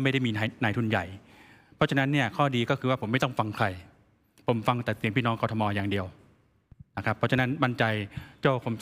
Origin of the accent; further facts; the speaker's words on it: Bangkok, Thailand; ผมเกิดที่กรุงเทพโตที่กรุงเทพ